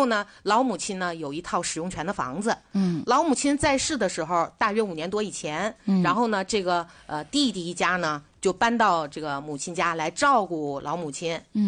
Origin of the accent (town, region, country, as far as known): China